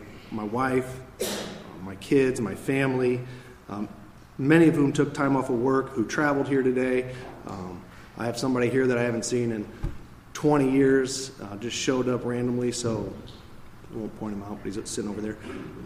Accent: Peoria, United States; born or raised there

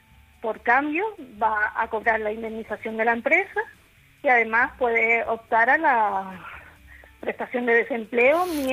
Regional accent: Canary Islands, Spain; Soy de Canarias.

